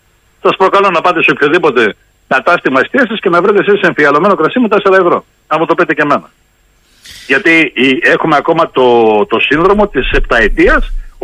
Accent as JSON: {"language": "Greek", "region": "Thessaly", "country": "Greece", "said": "Εγώ ζω σε μια περιφέρεια, η οποία είναι στερεά Ελλάδα, αλλά το χωριό μου γεωγραφικά είναι μέσα στη Θεσσαλία."}